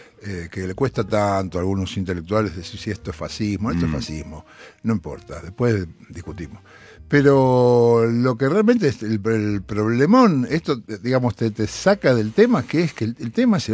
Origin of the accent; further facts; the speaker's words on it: Argentina; Yo soy argentino